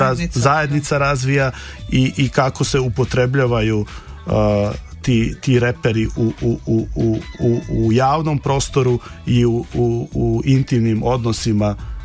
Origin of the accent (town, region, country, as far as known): Ljubljana, Slovenia; born or raised there